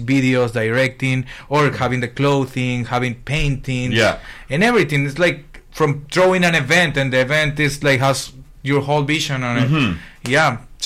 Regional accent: Chimbote, Ancash, Peru; English is a second language; moved away; I'm from Chimbote, that it's a port in the north middle of the coast of Peru.

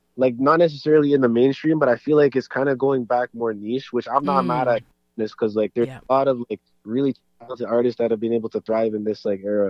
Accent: Ottawa, Ontario, Canada; In Barrhaven, actually, so it's right by, like, where I grew up and stuff

